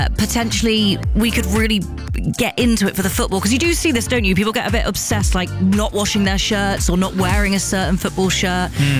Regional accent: South West England, United Kingdom; I'm Cornish, and I am witchy

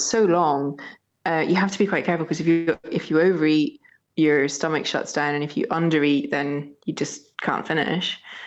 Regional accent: Scotland, United Kingdom; And doing something like this for me was also about being Scottish and showing how hardy we are.

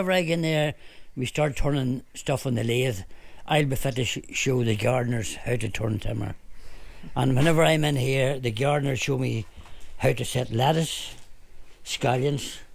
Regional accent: Northern Ireland, United Kingdom; now in Newcastle, United Kingdom; I'm originally a Bella McGinty man, but I'm married and living in Newcastle.

